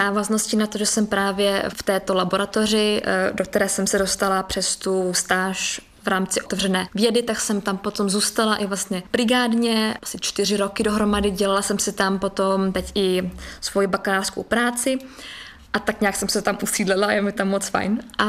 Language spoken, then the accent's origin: Czech; Vyšší Brod, South Bohemian Region, Czechia; now in Linz, Austria; Z Vyššího Brodu.